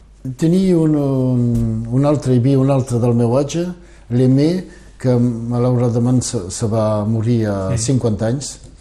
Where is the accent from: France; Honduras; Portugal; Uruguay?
France; Alenyà, Occitania; Sí, a Alanyà, aquesta casa.